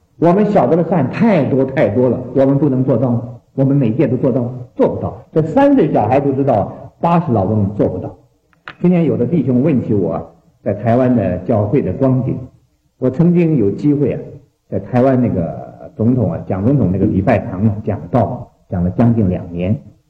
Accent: China

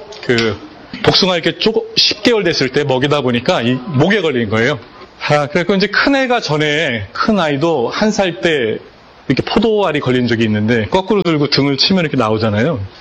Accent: South Korea; now in United States; 제 아내는 여기서 자랐어요. 미국에서. 저는 한국에서 자랐고.

